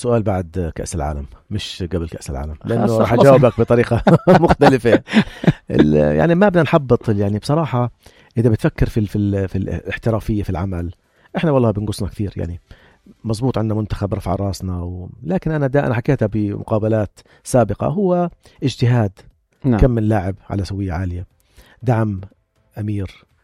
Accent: Jordan

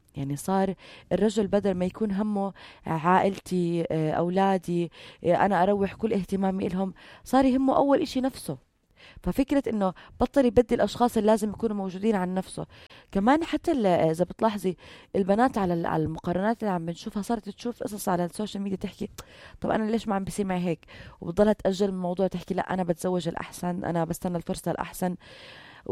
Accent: Jordan; بس عندنا بالأردن فكونا من هاي الحوادث.

